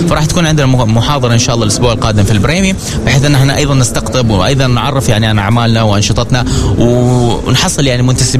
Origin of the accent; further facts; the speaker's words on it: Oman; عندنا في عمان يعني مسقط جميلة بناسها طبعا، جميلة مثلا بخضارها ببنيتها التحتية